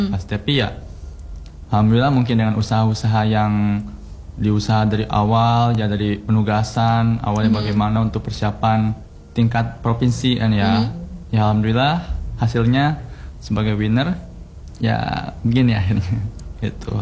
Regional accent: Banten, Indonesia; Masih sama dengan daerah saya juga. Kan saya ada kan dari Kabupaten Tangerang ya.

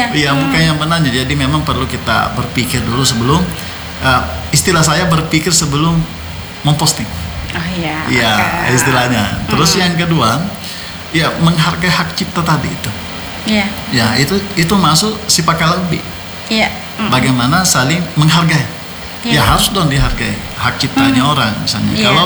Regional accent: South Sulawesi, Indonesia; kearifan lokalnya kita sebagai Bugis Makassar.

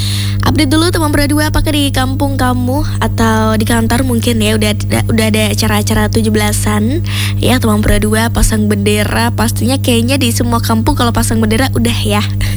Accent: Klaten, Central Java, Indonesia; Tapi kalau di kampung aku di Klaten

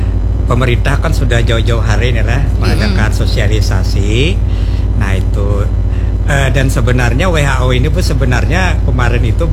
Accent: South Kalimantan, Indonesia; Nah itu artinya mau tidak mau hakun kada hakun kita orang Banjar tuh tetap lanjut.

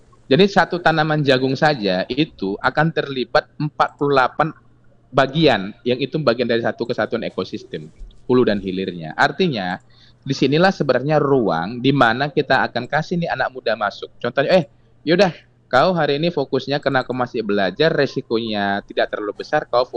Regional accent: Merauke, South Papua, Indonesia; Kebetulan saya dari salam dari Merauke, saya dari Papua Selatan.

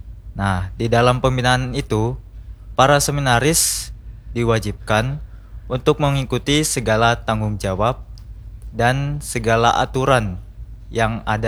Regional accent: Kendari, Southeast Sulawesi, Indonesia; born there; now in Banjarmasin, Indonesia; Saya berasal jauh dan beda pulau dari tempat ini. Tempatnya yaitu Sadoha, Kendari, Sulawesi Tenggara. Jadi nama paroki saya adalah Paroki Santo Franciscus Saverius Kendari. Dan di tempat situ juga orang tua saya tinggal

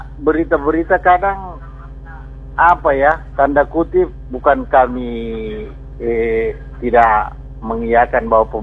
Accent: Parepare, South Sulawesi, Indonesia; Kalau kita ini orang Parepare tidak ada masalah.

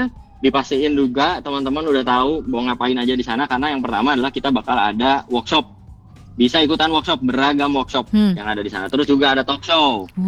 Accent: Bandung, West Java, Indonesia; kita sebagai warga Bandung

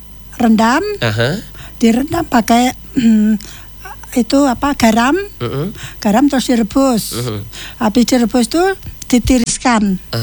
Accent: Yogyakarta, Special Region of Yogyakarta, Indonesia; moved away as an adult; now in Sintang, Indonesia; asli dari Jogja.

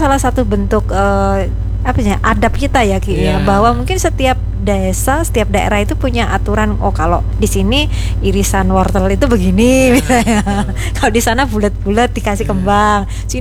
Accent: Java, Indonesia; kita itu punya jati diri yang apa ya, kalau sebagai orang Jawa

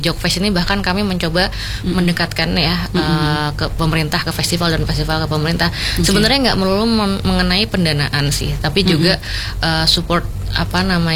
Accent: Yogyakarta, Special Region of Yogyakarta, Indonesia; kita tuh warga Jogja

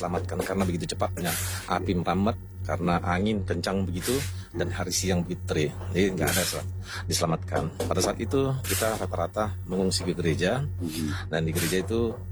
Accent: Lhokseumawe, Aceh, Indonesia; also born or lived in Medan; Karena selain saya lahir di Medan, di Tapanuli, tapi saya besar di Aceh ini, khususnya di Kota Loksmawe.

